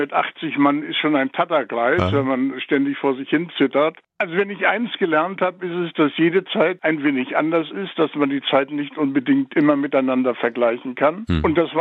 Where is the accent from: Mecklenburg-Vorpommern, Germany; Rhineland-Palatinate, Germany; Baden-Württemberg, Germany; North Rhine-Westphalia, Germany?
Mecklenburg-Vorpommern, Germany; Rostock; Und die Ostsee ist das Meer meiner Kindheit. Ich bin in Rostock geboren.